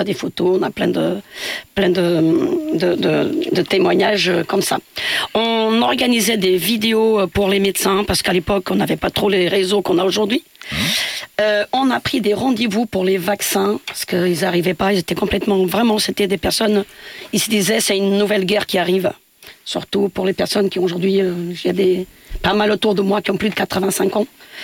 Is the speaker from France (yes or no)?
no; Portugal; puisque moi je suis originaire donc du Portugal. Je viens d'un petit vi